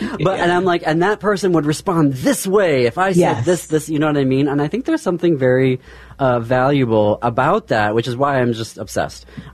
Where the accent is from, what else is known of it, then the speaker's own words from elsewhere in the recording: Midwest, United States; as a queer kid, growing up in the Midwest and then having, you know, an Armenian family that was across the ocean